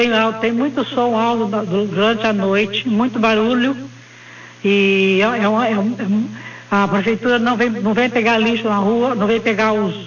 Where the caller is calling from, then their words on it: Valinhos, São Paulo, Brazil; de Valinho.